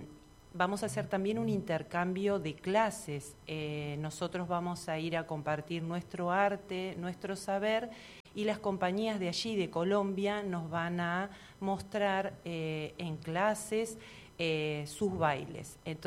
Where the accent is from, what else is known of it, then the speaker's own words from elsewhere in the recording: Argentina; somos todos de aquí, de Cipolletti, Neuquén, podamos viajar, y que no somos de Buenos Aires, sino que de la Patagonia